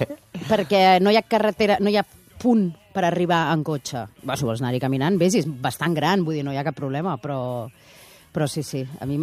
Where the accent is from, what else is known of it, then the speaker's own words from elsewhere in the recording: Barcelona, Catalonia, Spain; also born or lived in Oviedo; jo vaig arribar aquí a Barcelona, a Catalunya, quan tenia un any. Llavors, el d'Oviedo sempre és anecdòtic, però no sóc d'Oviedo, realment. Ho poso el DNI i prou.